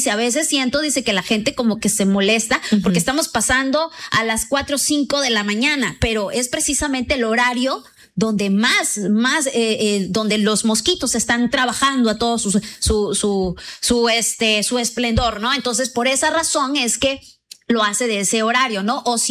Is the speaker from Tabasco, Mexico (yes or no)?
yes; Comalcalco, Tabasco, Mexico; now in Villahermosa, Mexico; la perla de la Chontalpa, mi tierra querida.